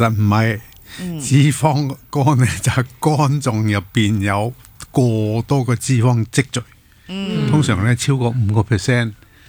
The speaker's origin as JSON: {"language": "Cantonese", "country": "Hong Kong", "said": "我哋香港人"}